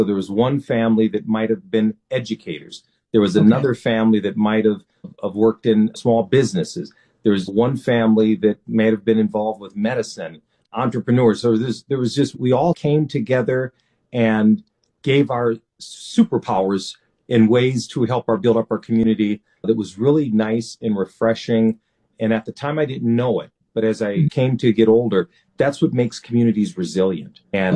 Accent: Minneapolis, Minnesota, United States; growing up in Minneapolis, there weren't many police officers that looked like me.

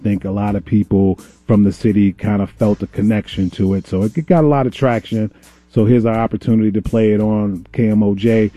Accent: Minneapolis, Minnesota, United States; also born or lived in New York City; I wanted to write a song about growing up in Minneapolis. I'm a transplant from New York City. I came from New York when hip hop was just starting out.

